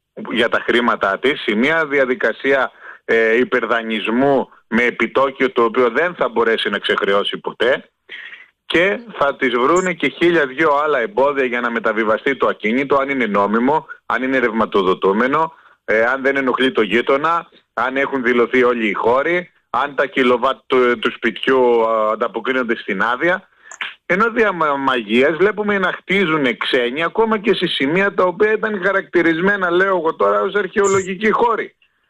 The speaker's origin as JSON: {"language": "Greek", "country": "Greece"}